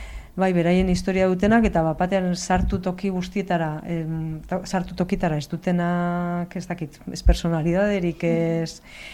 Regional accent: Basque Country, Spain; born there; Ni pentsatzen nuen Nafarrogora aurkezturitzena, baina ez, Bizkaikoa irabazi nuen, Bizkaian jaioa naiz eta.

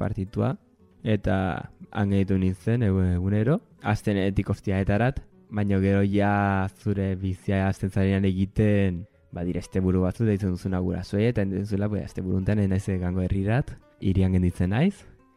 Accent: Elizondo, Navarre, Spain; also born or lived in Mexico; Elizondokoa naiz, 28 urte ditut. Elizondotik gero pastu nintzen Iruñarat, eta Iruñatik Kanborat, eta bukatut Urketan.

